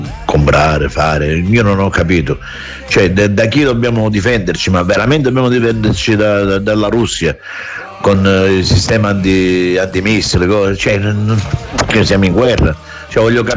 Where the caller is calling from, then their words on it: Scalea, Calabria, Italy; da Scaleo